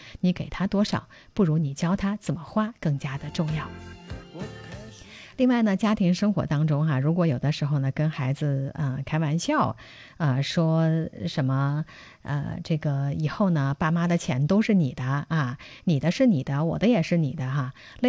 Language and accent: Chinese; China